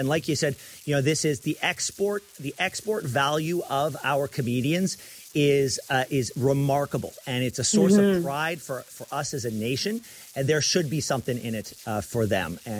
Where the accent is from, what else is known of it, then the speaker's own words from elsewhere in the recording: Canada; these awards mean something to me as a Canadian